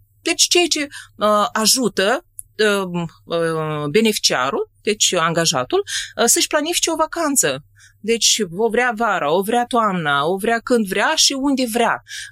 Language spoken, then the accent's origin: Romanian; Moldova; care sunt moldoveancă